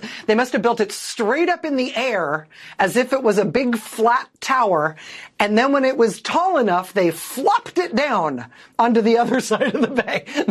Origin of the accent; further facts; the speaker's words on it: California, United States; I grew up in the East Bay in Northern California when I was a little kid.